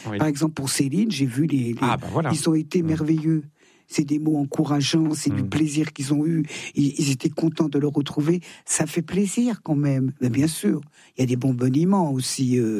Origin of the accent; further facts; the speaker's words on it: Thonon-les-Bains, Auvergne-Rhône-Alpes, France; born there; Ah oui, je chante dans ma ville natale